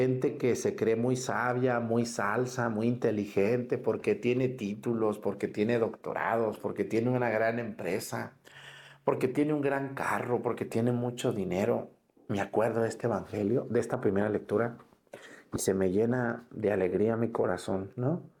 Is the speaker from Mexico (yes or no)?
yes; Mexticacán, Jalisco, Mexico; Cuando yo era niño, allá en mi pueblo, en Mesticacán, había una tienda. Yo me acuerdo que había un viejito que vendía allá por, se llama el barrio La Peña.